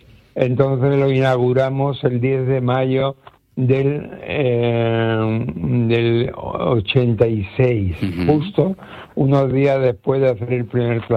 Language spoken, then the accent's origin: Spanish; Cádiz, Andalusia, Spain; also born or lived in Nules, Castellón; Y con 5 años, mi padre se trasladó a Cádiz y por eso yo ya me crié en Cádiz, donde ya estudié.